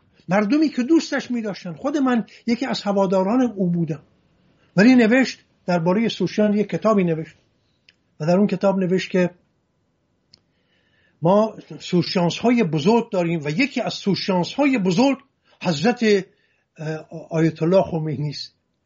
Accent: Hamadan, Iran; من به راستی این مردم، خودم در محله کریمیان همدان بزرگ شدم، دوستان من بیشینی دوستان من بهترین دوستان من یهودی هستن

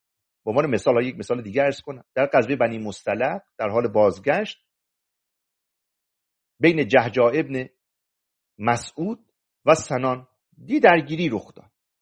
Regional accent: Mazandaran, Iran

